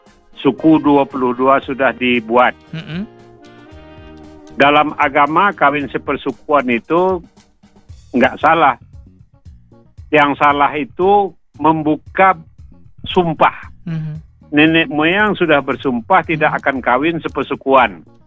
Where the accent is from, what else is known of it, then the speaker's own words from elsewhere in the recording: Agam, West Sumatra, Indonesia; di kampung kita, di daerah Agam